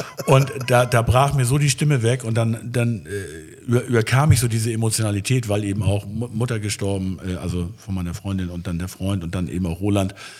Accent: Schleswig, Schleswig-Holstein, Germany; born there; ich komme ja aus Schleswig, bin geborener Schleswiger

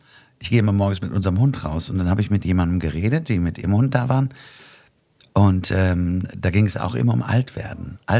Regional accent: North Rhine-Westphalia, Germany; Ich komme aus NRW, ja.

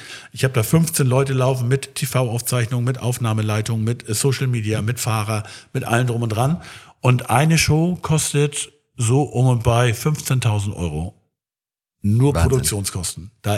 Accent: Schleswig, Schleswig-Holstein, Germany; Ich komme ja aus Schleswig, also ich bin ja geboren in Schleswig. Und da gibt es unten an der Schlei einen Stadthafen

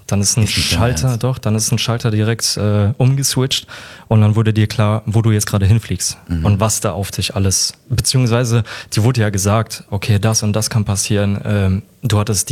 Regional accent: Frankfurt, Hesse, Germany; ich komme aus Frankfurt, sonst wir haben hier keine Berge.

